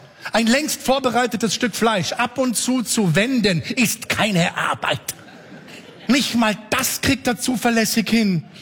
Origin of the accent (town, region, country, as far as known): Germany